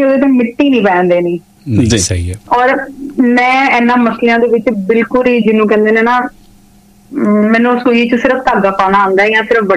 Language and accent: Punjabi; Punjab, India; ਪਿੰਡ ਵਿੱਚ ਪੜੀ ਆ ਮੈਂ, ਕਿਹੜਾ ਸ਼ਹਿਰ ਚ ਪੜੀ ਆ, ਮੇਰਾ ਪਿੰਡ ਵੀ ਤੁਹਾਡੇ ਨਵਾਂ ਸ਼ਹਿਰ ਦੇ ਕੋਲ ਹੀ ਸੀਗਾ